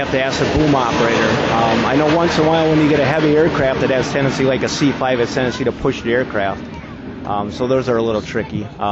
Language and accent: English; Omro, Wisconsin, United States; I'm from Oshkosh. I'm from Omro, actually.